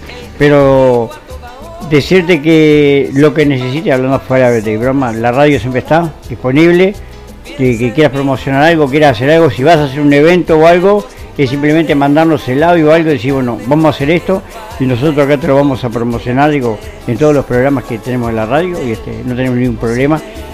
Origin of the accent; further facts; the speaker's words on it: Maldonado, Uruguay; Yo soy fernandino, gracias a Dios. Nacido y criado al lado de la cruz. Y entre la cruz y la capilla, no fui católico de casualidad.